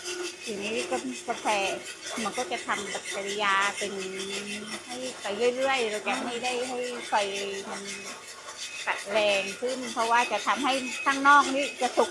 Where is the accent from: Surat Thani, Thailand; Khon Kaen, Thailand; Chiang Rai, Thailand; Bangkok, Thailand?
Surat Thani, Thailand; now in Ranong, Thailand; เป็นคนสุราษฎร